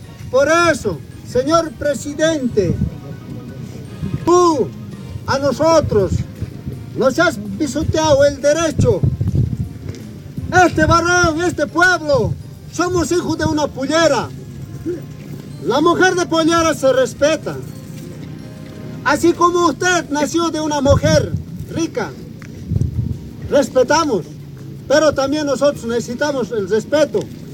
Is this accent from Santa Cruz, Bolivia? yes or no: no; Potosí, Bolivia; como buenos coromeños, nos encontramos en la carretera Oruro Uyune, lugar llamado Cruce Coroma. Aquí nos encontramos todo el distrito municipal originario de Coroma